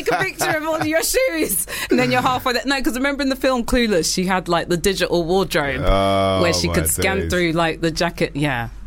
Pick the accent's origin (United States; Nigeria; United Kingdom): United Kingdom; Haringey, London; I'm a DJ from Haringey, North London.